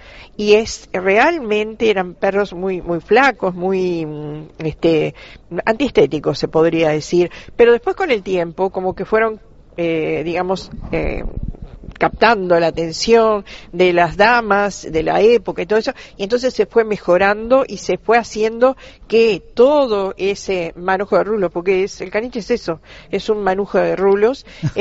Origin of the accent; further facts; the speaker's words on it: Uruguay; el trabajo que nosotros realizamos, digo nosotros como los uruguayos